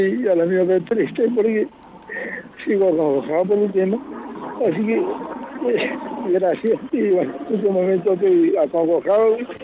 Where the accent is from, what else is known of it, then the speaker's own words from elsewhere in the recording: Mendoza, Argentina; Y bueno, mendocino, yo también soy mendocino.